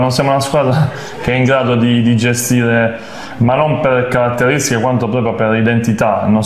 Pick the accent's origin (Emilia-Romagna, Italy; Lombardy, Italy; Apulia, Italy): Apulia, Italy; Taranto; born there; essendo io nato a Taranto